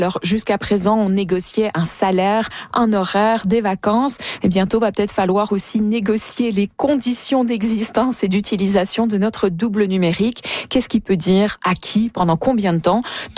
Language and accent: French; Canada; chez nous, au Canada